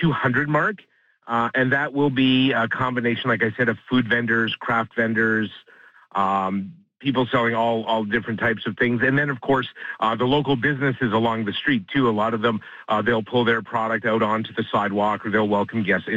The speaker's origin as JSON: {"language": "English", "town": "Morden", "region": "Manitoba", "country": "Canada", "tie": "born or raised there", "said": "I grew up, I was born and raised in Morden, and I've spent most of my life here."}